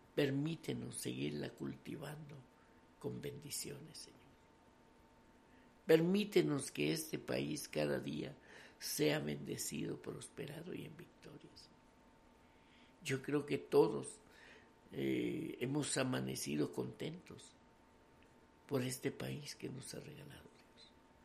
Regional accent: Guatemala; ayúdanos a seguir siendo buenos guatemaltecos

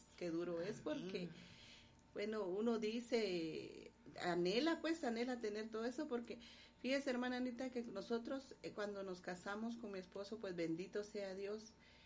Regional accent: Guatemala; como chapines que somos

